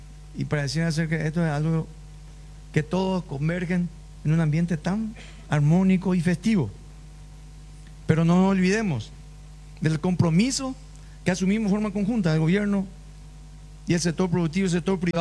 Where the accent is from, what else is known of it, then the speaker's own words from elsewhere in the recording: Paraguay; guapos somos los paraguayos.